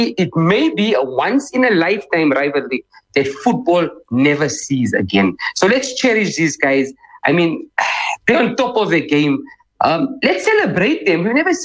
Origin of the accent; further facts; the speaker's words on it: Gauteng, South Africa; our local boys here in the Vaal. As you guys know, I'm from the Vaal.